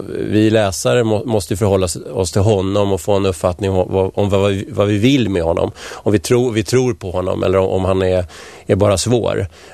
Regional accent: Vällingby, Stockholm County, Sweden; also born or lived in Strängnäs; now in Nacka, Sweden

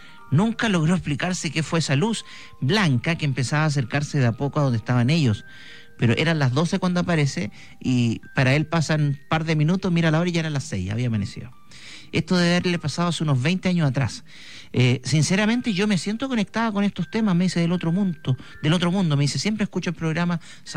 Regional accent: Talcahuano, Biobío, Chile; soy de Talcahuano.

